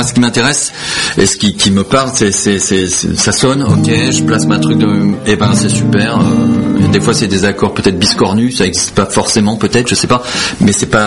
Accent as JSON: {"language": "French", "country": "Portugal", "said": "qui n'est pas du tout moi je suis portugais, et Philippe, Philippe, c'est en Espagne"}